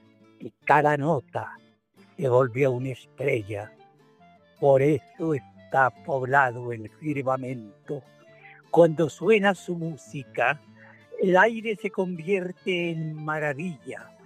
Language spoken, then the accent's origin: Spanish; Bogotá, Colombia; Ah, yo soy un bogotanito puro.